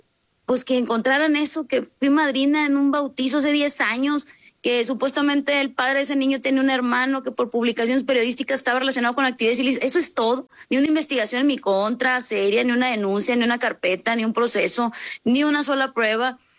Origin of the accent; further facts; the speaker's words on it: Sinaloa, Mexico; pues soy norteña, soy sinaloense